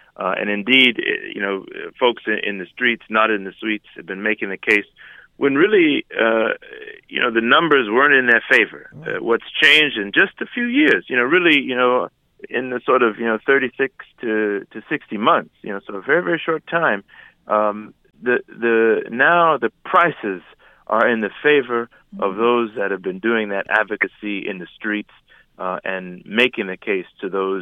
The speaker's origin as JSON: {"language": "English", "town": "Detroit", "region": "Michigan", "country": "United States", "tie": "born or raised there", "said": "in the great city of Detroit, my hometown, and around the country and around the world."}